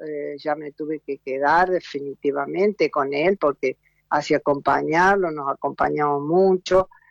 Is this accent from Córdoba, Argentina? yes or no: yes; Oncativo, Córdoba, Argentina; moved away as an adult; now in Córdoba, Argentina; estoy en Córdoba. Hoy estoy en Córdoba. Hace unos meses que estoy en Córdoba, pero yo soy nativa de un pueblo, Oncativo, que está a 70 kilómetros de la ciudad de Córdoba.